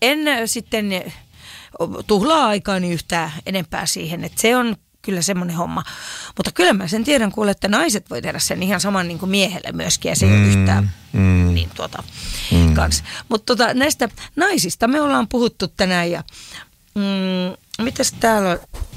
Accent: Lieto, Southwest Finland, Finland; mä oon Liedosta, mä oon äiti, mä oon täys juntti, mä oon täys boomeri

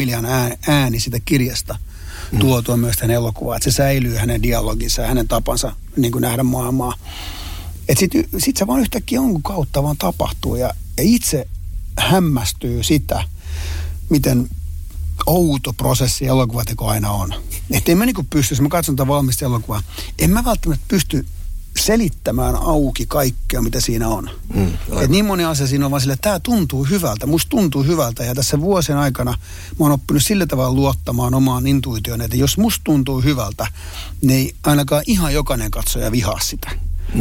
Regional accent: Nurmijärvi, Uusimaa, Finland; No mä oon Nurmijärveltä

